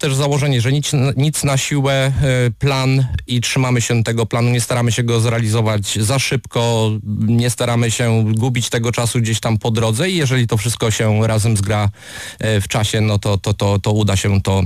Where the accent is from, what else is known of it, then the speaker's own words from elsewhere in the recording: Brzeg, Opole Voivodeship, Poland; schronisko w moim rodzinnym brzegu